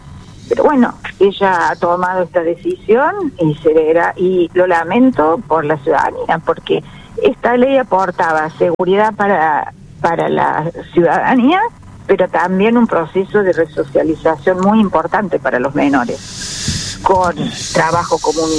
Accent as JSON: {"language": "Spanish", "region": "Córdoba", "country": "Argentina", "said": "yo por ejemplo soy cordobesa"}